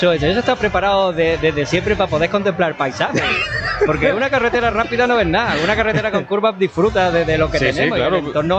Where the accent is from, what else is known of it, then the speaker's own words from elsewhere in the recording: Alhama de Granada, Andalusia, Spain; soy de Alhama de Granada, pero bueno, este Ventas de Zafarraya pertenece a Alhama de Granada, o sea, está bien mi pueblo. Y además Ventas es como mi casa también, de aquí cerca, y la gente de aquí nos conocemos pues prácticamente de todos los días.